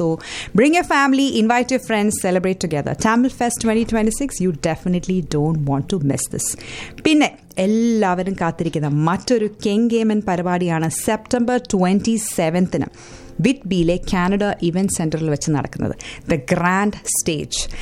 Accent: Thiruvananthapuram, Kerala, India; ഞാൻ ട്രിവാൻഡ്രത്തിലാണ് കേട്ടോ ജനിച്ചു വളർന്നത്.

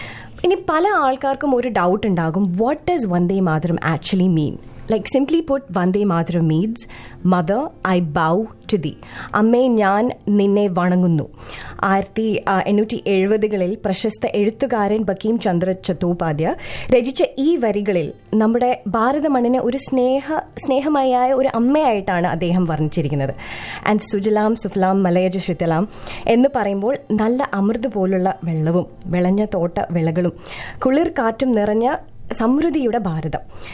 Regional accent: Dubai, United Arab Emirates; മേഘ, ഞാൻ ദുബായിലാണ് ജനിച്ച് വളർന്നതൊക്കെ. സോ അവിടെ സ്കൂളിലെ ഓർമ്മകൾ എനിക്ക് ഇപ്പോഴും ഉള്ളത്

